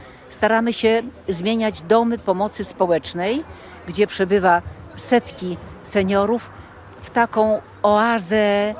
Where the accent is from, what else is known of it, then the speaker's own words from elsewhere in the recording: Gdańsk, Pomeranian Voivodeship, Poland; now in Warsaw (Wilanów), Poland; jestem gdańszczanką